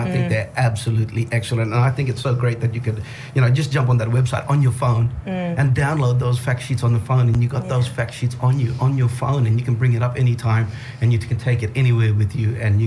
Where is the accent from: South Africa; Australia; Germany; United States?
Australia; Kununurra, Western Australia; now in Derby, Australia; Because we're in Derby. I grew up in Kununurra, got family back in Kununurra.